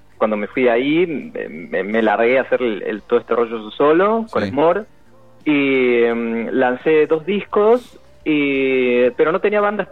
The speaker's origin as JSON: {"language": "Spanish", "region": "Buenos Aires", "country": "Argentina", "said": "De Capital, somos de Capital Federal."}